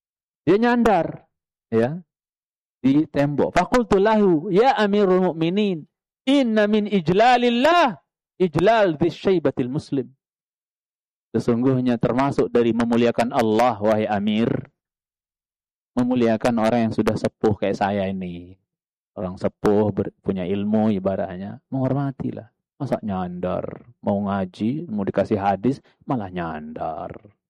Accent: Indonesia; Saya orang Cilangkap, orang di sini

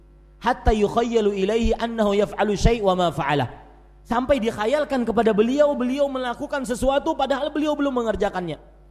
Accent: Banjarmasin, South Kalimantan, Indonesia; Suatu ketika di Walimatul Urush di Banjarmasin, kota saya, ada bapak-bapak duduk.

